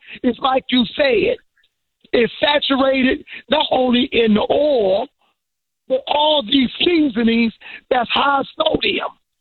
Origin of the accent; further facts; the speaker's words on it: Washington, District of Columbia, United States; I'm calling you from Capitol Hill, Washington, D.C. Okay. All right. Where I was born, where I worked for the federal government, and I was born and raised.